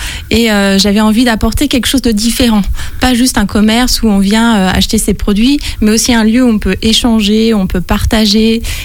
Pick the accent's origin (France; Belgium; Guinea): France; Chalon-sur-Saône, Bourgogne-Franche-Comté; je viens de Chalon. Donc, je n'ai pas vraiment bougé. Je suis restée dans le secteur.